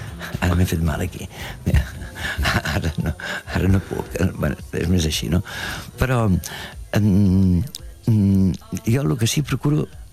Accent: Catalonia, Spain; Una, perquè jo sóc català, això és complicat en el doblatge

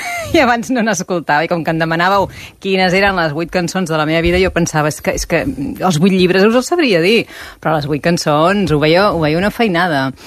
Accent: Cardedeu, Catalonia, Spain; I vam descobrir que som veïns de Cardedeu, som del mateix poble.

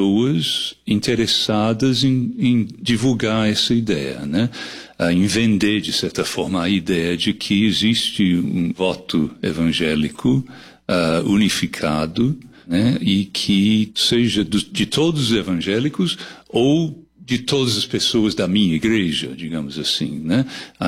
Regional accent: England, United Kingdom; Portuguese is a second language; now in Brazil; Eu nasci na Inglaterra, nascido e criado na Inglaterra. Eu moro no Brasil desde 1976, tenho 50 anos.

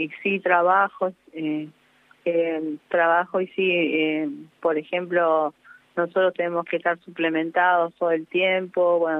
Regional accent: Quilmes, Buenos Aires Province, Argentina; Bueno, yo soy de Quilmes y bueno, nada, estaba buscando sponsor también.

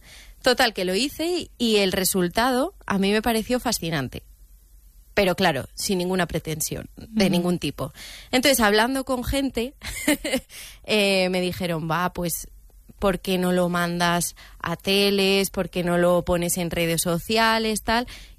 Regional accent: Brihuega, Castilla-La Mancha, Spain

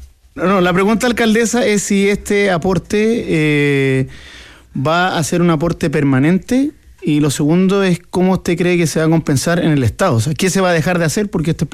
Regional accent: Chile; siendo los mismos chilenos que reciben, o sea, chilenos que suponemos que tienen los mismos derechos que otros

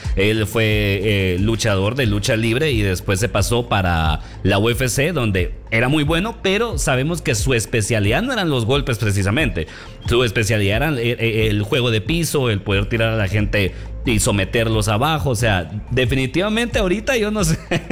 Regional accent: Guatemala; soy guatemalteco, papá

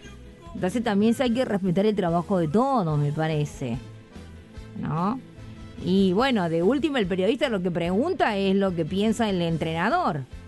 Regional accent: Mendoza, Argentina; Bueno, … … de Mendoza.

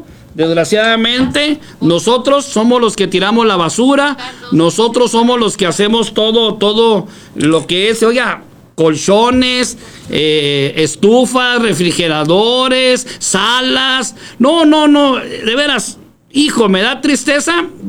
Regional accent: Ciudad Juárez, Chihuahua, Mexico; born or raised there; also born or lived in Mexico City

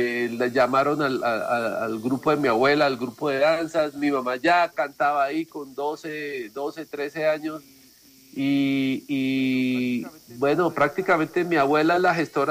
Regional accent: Colombia; Nosotros somos seres colombianos, y esa identidad cultural solamente la tenemos, la reflejamos o la sacamos cuando salimos fuera de Colombia.

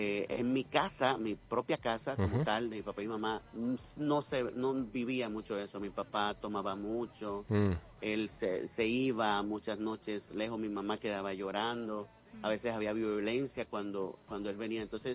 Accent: Caribbean Region, Colombia; Okay, soy del Caribe colombiano, pero a ver, estudié música tradicional del Caribe colombiano en la Universidad del Atlántico.

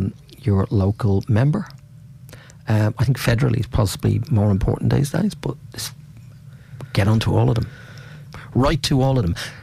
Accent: Ireland; And I come from Ireland. We had a history of it, unfortunately.

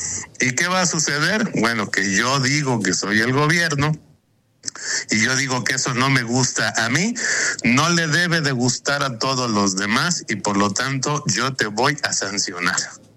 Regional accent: Mexico; con el ejercicio de las libertades de quienes somos simplemente mexicanas y mexicanos.

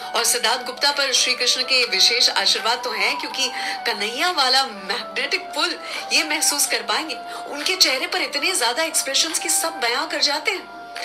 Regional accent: Ahmedabad, Gujarat, India; मैं गुजरात से हूँ, अहमदाबाद से हूँ

